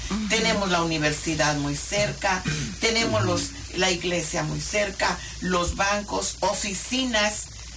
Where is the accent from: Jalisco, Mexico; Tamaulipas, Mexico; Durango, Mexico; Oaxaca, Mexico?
Tamaulipas, Mexico; Ciudad Victoria; Ah, yo vivo en Victoria. Ah, pues vivo en la colonia Maynero.